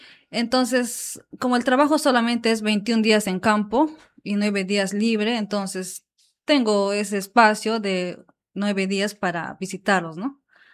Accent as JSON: {"language": "Spanish", "town": "Bellavista", "region": "San Martín", "country": "Peru", "said": "yo soy de Bellavista."}